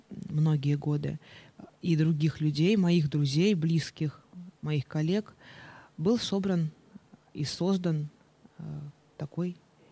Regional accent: Klin, Moscow Oblast, Russia; born there; Я родилась в небольшом городе под Москвой под названием Клин.

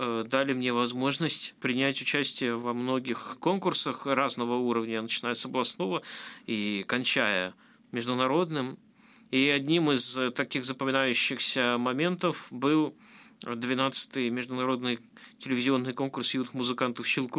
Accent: Tryokhgorny, Chelyabinsk Oblast, Russia; born there; now in Ulyanovsk Oblast, Russia; я родился в 1998 году, 25 октября, в Челябинской области, в городе Трёхгорном, есть такой закрытый городок.

